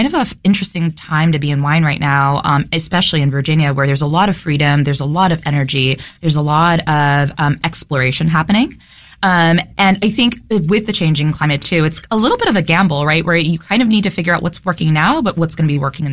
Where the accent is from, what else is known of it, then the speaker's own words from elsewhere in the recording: South Korea; So, like, I grew up in Korea, so I grew up around fermentation.